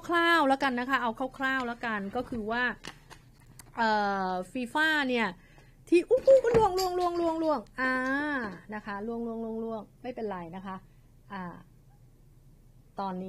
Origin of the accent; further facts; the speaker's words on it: Bangkok, Thailand; พื้นเพคนกรุงเทพนะคะ